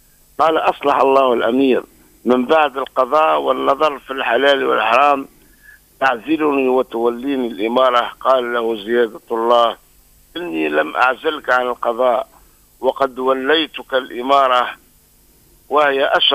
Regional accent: Tunisia; أن يجعل بلدنا تونس

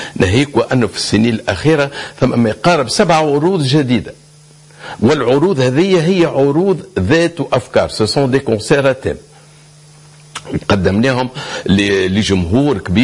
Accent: Tunisia; وأنا كتونسي بطبيعة

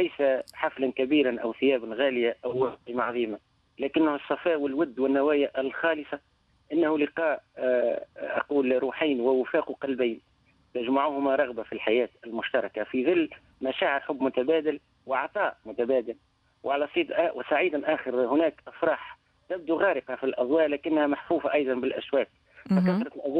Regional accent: Tunisia; عندنا في تونس

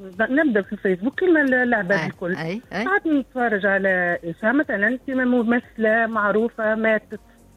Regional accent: southern Tunisia, Tunisia; born there; moved away; وانا نكون في الجنوب اصلي من الجنوب

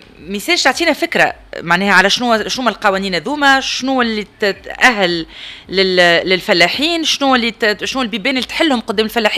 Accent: Tunisia; احنا كدولة تونسية شنو اللي يرجع علينا؟

